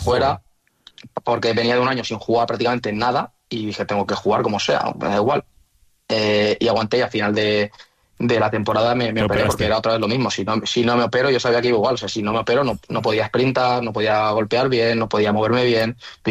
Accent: Valencia, Valencian Community, Spain; mucha gente te piensa que soy de Cullera, pero soy de Valencia.

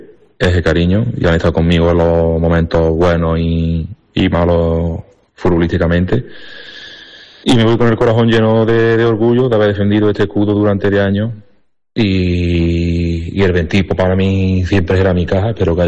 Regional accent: Alameda, Andalusia, Spain; moved away; He decidido volver a mi pueblo.

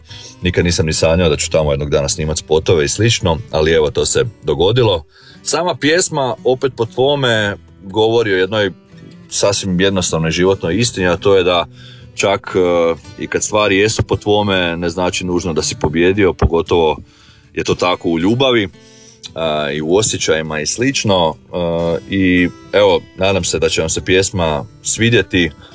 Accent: Belišće, Osijek-Baranja County, Croatia; snimanje u palači Gutman u Belišću, to je jedna prekrasna palača u mom rodnom gradu i uvijek sam ju kao klinac gledao

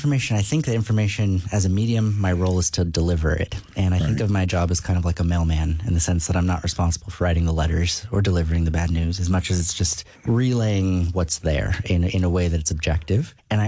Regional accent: Hanford, California, United States; Hanford, California.

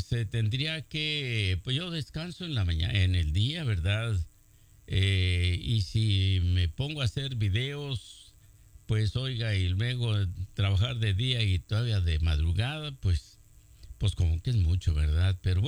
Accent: Durango, Mexico; moved away as an adult; also born or lived in Mexicali; now in United States; porque yo me vine de México ya casado, fíjese. 19 años traía el viejo en la espalda y ya con una hija de 6 meses me vine yo para acá, para Mexicali, y bueno, de ahí pues ya me vine para acá, pero yo ya me vine casado de Durango.

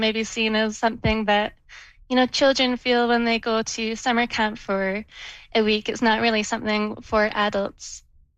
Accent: United Kingdom; now in Canada; I'm British

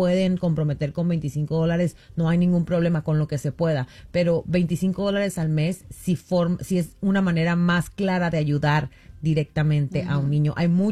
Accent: Mexico; porque desde que yo crecí, crecí en México, y en México el Teletón tiene muchísimos claro. años.

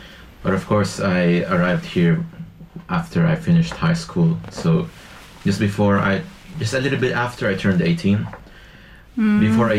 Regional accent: Manila, Metro Manila, Philippines; now in Tasmania, Australia; One memory to point out is because I'm from Manila, so very urban.

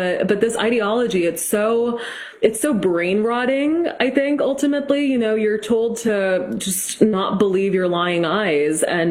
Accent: Massachusetts, United States; I mean, I'm from Massachusetts, which actually does have very good schools

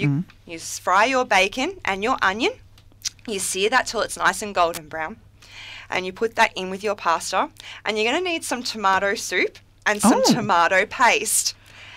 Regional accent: Morwell, Victoria, Australia; I came from Morwell. I did come from Morwell. So I've grown up around Latrobe Valley.

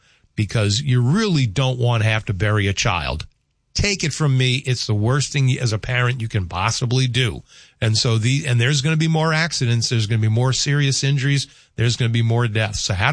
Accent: Virginia, United States; When I grew up in Virginia in the 70s, corporal punishment was allowed and it worked.

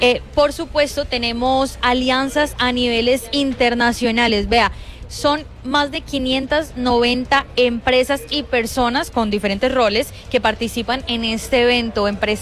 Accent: Colombia; ¿Cuáles son esas ventajas que tenemos como colombianos?

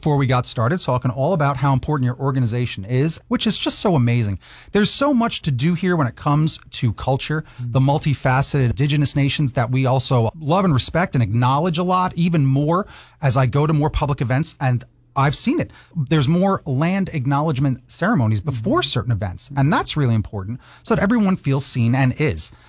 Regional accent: New York, United States; I grew up in New York and even lived in New York City

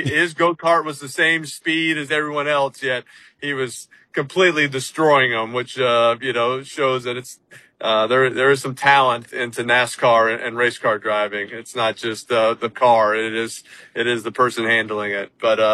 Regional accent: New Orleans, Louisiana, United States; I grew up in New Orleans. I knew what a parade was. I've kind of seen Mardi Gras and thought that was crazy.

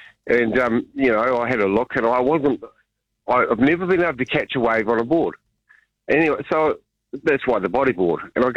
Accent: Christchurch, Canterbury, New Zealand; moved away; I was born and bred in Christchurch, but I'm not there much.

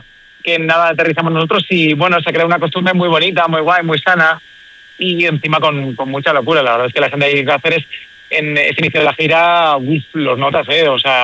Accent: Valencia, Valencian Community, Spain; En Navidad me bajo a mi tierra, que es Valencia, y en verano empiezo la gira en Cáceres.

